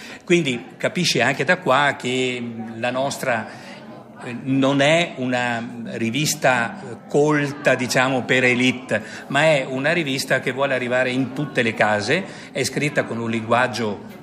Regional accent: Adria, Veneto, Italy; ogni volta che io sono di Adria, quindi è a 30 chilometri

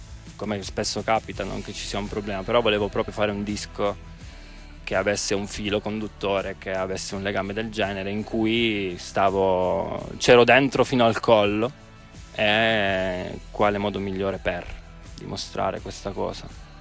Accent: Policoro, Basilicata, Italy; del bosco del mio paese, che si chiama Bosco Pantano

